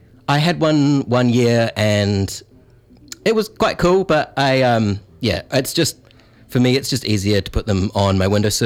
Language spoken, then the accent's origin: English; Christchurch, Canterbury, New Zealand; you know, I'm from South Island, Christchurch, and we didn't grow tomatillos.